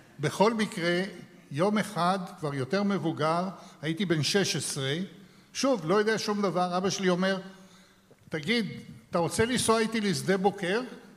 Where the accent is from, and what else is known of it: Jerusalem, Jerusalem District, Israel; born there